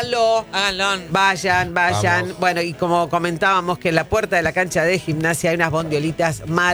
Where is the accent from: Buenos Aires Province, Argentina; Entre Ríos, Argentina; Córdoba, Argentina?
Buenos Aires Province, Argentina; La Plata; Era de La Plata, entonces lo quería.